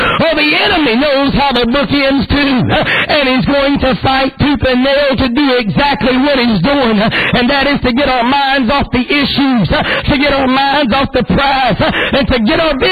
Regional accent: United States; I am American and I know the history of our great country.

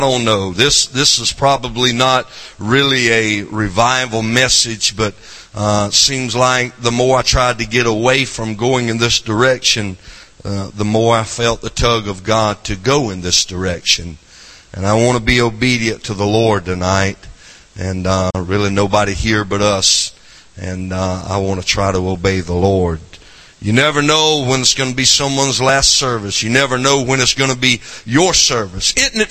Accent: South Carolina, United States; accent: southern

